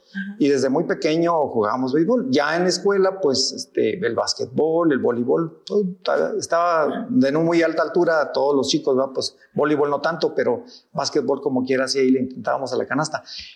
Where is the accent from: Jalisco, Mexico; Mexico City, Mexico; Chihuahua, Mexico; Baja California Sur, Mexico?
Chihuahua, Mexico; Colonia Óscar Soto Máynez; yo vengo de una familia de escasos recursos económicos y yo había logrado una beca para, estando en la secundaria aquí en Colonia Oscar Soto Maynez, en mi pueblo natal